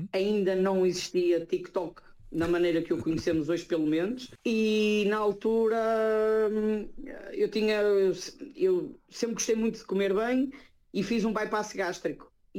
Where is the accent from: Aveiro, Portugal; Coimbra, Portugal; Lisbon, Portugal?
Aveiro, Portugal; Espinho; now in Switzerland; Eu sou de vários lados, mas eu considero-me espinhense. Eu sou de Espinho.